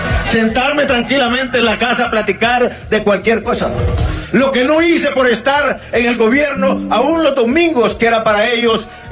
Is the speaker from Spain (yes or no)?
no; Honduras; en Honduras todos nos conocemos